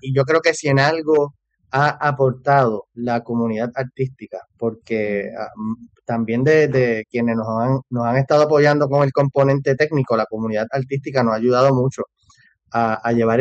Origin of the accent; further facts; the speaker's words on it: Cabo Rojo, Puerto Rico; somos los Mata con Hacha, somos los descendientes de Ramón Emeterio Betances y Alacán